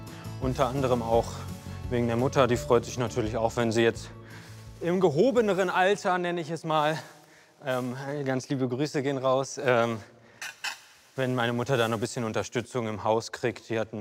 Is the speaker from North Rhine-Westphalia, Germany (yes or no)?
yes; Cologne, North Rhine-Westphalia, Germany; Ach, ursprünglich komme ich aus Köln, also es war meine letzte Station.